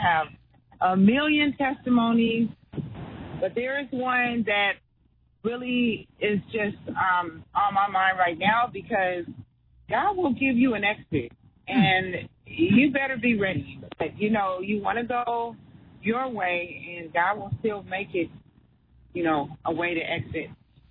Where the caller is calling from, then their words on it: Lake Elsinore, California, United States; I'm calling from Lake Elsinore.